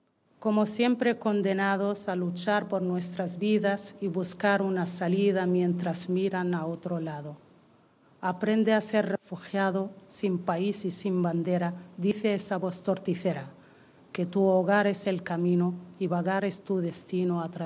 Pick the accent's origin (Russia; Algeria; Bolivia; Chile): Algeria; Tindouf Province; now in Spain; Entonces yo crecí en ese ambiente y para mí, dentro de lo que es vivir en un campo de refugiados, esa parte de mi infancia pues me trae felicidad y me trae buenos recuerdos.